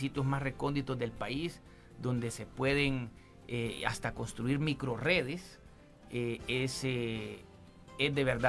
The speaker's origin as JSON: {"language": "Spanish", "country": "Honduras"}